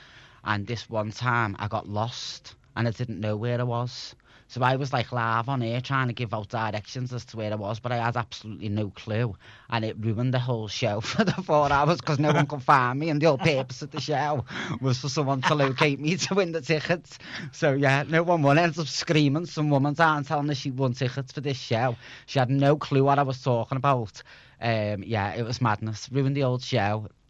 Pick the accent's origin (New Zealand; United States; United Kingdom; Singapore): United Kingdom; Liverpool, North West England; accent: Scouse; moved away as an adult; also born or lived in China; I was from Liverpool. Being a Scouser in Asia, in China especially